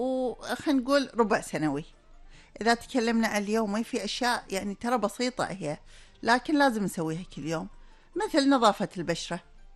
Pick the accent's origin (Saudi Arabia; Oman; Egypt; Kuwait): Kuwait; عندنا بالكويت